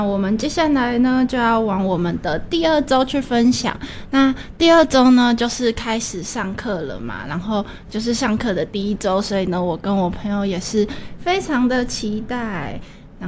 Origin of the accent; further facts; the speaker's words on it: Taiwan; accent: Taiwanese; 不是有些人讲英文会有一些就是台湾口音嘛，就是我也会，然后就是我也是那种讲韩文会有台湾口音的